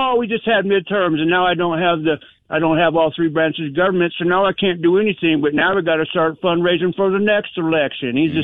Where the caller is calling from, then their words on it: Arizona, United States; here I am calling you from Arizona, you know, where the McCainite McCainism thing is still alive and well.